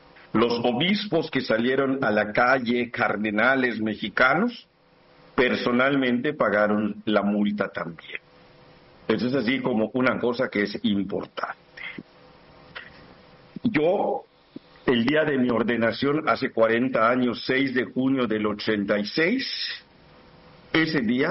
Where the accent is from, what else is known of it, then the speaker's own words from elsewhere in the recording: Mexico; born there; Nací en México y, pues, desde mis tatarabuelos, todos, hasta donde sabemos, somos mexicanos, ¿verdad?